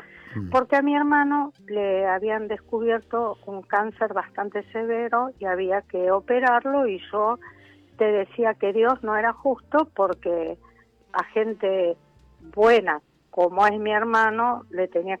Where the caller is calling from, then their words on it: Moreno, Buenos Aires Province, Argentina; De Moreno.